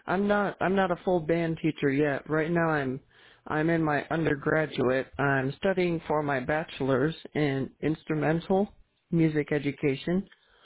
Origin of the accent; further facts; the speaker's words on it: Iowa, United States; Iowa is my home state, and I'm planning to stay in Iowa because I really like the soil here